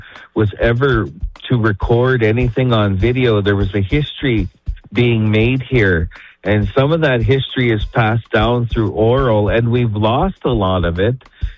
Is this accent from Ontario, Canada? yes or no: no; George Gordon First Nation, Saskatchewan, Canada; travel to places like Fort Chip and, you know, Onion Lake and even my hometown, George Gordon's First Nation